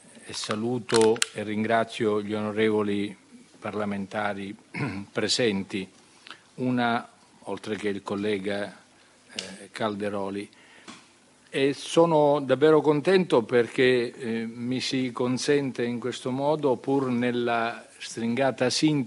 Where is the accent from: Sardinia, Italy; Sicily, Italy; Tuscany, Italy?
Sicily, Italy; lo dico da siciliano, mi si consente di accostarmi a questo tema nella consapevolezza che a un siciliano tutto si può chiedere tranne di non essere autonomista.